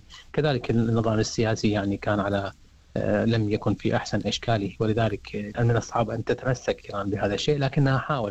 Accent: Iraq; طبعا مثل ما تعرفين يعني كعراقيين احنا حسب أنه العراق وقع يعني في الفخ الكماشة

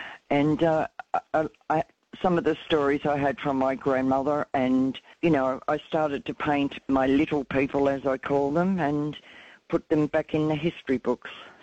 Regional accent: Gordon, Victoria, Australia; I'm from Gordon near Ballarat, and my mob is Wadawurrung.

